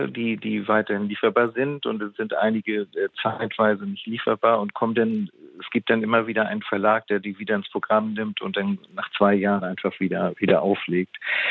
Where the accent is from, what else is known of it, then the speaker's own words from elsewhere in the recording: Hamburg, Germany; moved away as an adult; now in Lisbon, Portugal; ich komme aus Hamburg, aus einer Familie, wo die Wände alles eigentlich Bücherwände waren, weil Bücher für uns in der Familie immer sehr wichtig gewesen sind und wir hatten sehr viele internationale Kontakte, auch zu Hause immer.